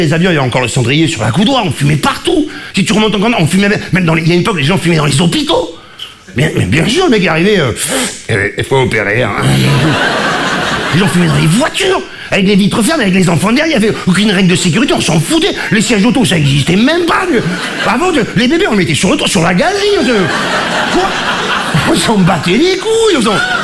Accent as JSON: {"language": "French", "town": "Marseille", "region": "Provence-Alpes-Côte d'Azur", "country": "France", "moved": "yes", "lives_now": "Paris, France", "said": "quand je suis arrivé à Paris, mec d'Arrive du Sud, j'étais marseillais"}